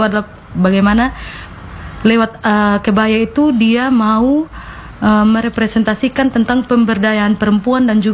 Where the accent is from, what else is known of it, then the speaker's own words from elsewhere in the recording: Sumba, East Nusa Tenggara, Indonesia; kita sebagai orang Sumba, sesama Sumba